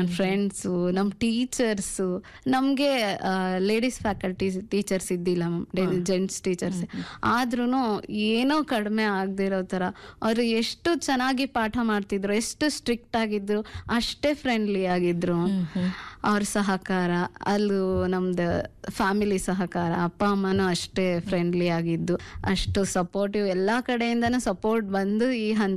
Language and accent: Kannada; Karnataka, India; also born or lived in Davanagere; ಅದಾದ್ಮೇಲೆ ನಮ್ಮೂರಿಂದ ಒಂದು 2 ಕಿಲೋಮೀಟರ್ ದೂರ ಸಾಸಿವೆಯಲ್ಲಿ ಅಂತ, ಅಲ್ಲಿ ನನ್ನ ಹೈಸ್ಕೂಲ್ ಎಜುಕೇಷನ್ ಅಲ್ಲೇ ಮ್ಯಾಮ್, 8th, 9th, 10th ಅಲ್ಲಿ ಓದಿದ್ದು. ಅಲ್ಲಿಂದ PUC ಹರಪನಹಳ್ಳಿ, ಹರಪನಹಳ್ಳಿಯಿಂದ ನಾನು 2017 ಅಲ್ಲಿ ದಾವಣಗೆರೆಗೆ